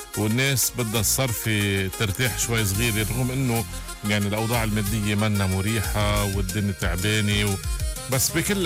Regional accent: Lebanon; بحياتنا كلبنانية

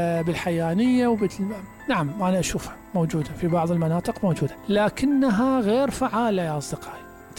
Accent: Basra, Basra Governorate, Iraq; احنا بالبصرة تحديدا

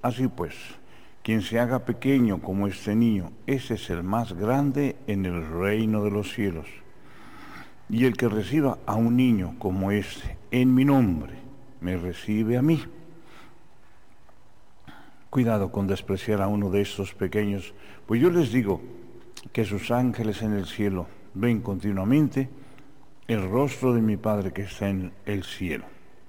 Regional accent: Mexico City, Mexico; born there; por la San Juan de Aragón y Casa Alemán, donde yo nací

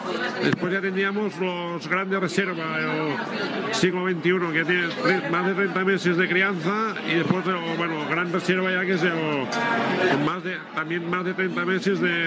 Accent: Subirats, Catalonia, Spain; Nosotros somos del Alt Penedès, estamos en el municipio de Subirats, que es el segundo municipio más grande de Cataluña

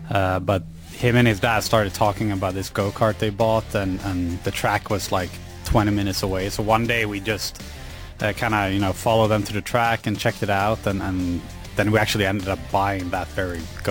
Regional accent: Sweden; English is a second language; It was more like small companies where I grew up in Sweden that, you know, chipped in here and there.

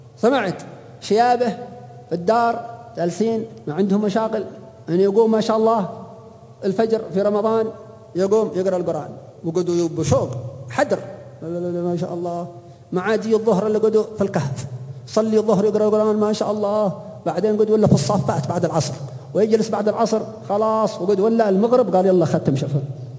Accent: Hadhramaut, Yemen; عندنا في حضرموت

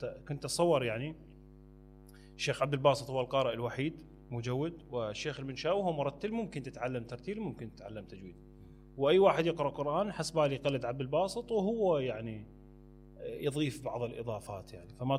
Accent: Iraq; moved away; هذه ما كانت عندنا بالعراق

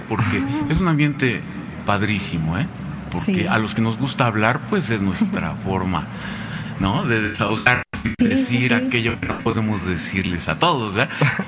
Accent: Texcoco, State of Mexico, Mexico; Y llegué después a Radio Chapingo porque soy de Texcoco.

